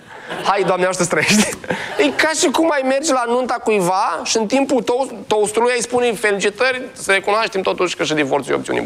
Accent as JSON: {"language": "Romanian", "region": "Moldavia", "country": "Romania", "said": "Scuze, sunt moldovean, am problemele astea."}